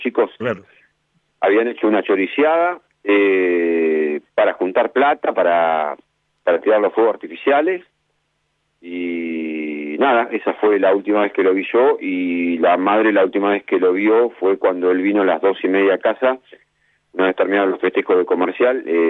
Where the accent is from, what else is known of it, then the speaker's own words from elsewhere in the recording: Buenos Aires Province, Argentina; yo me crié en Guay